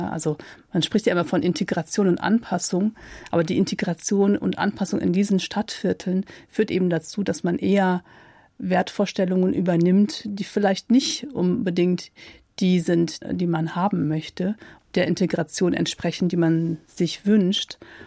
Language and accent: German; Germany; born there; dass ich Deutsch bin, hier geboren bin, die deutsche Staatsbürgerschaft habe.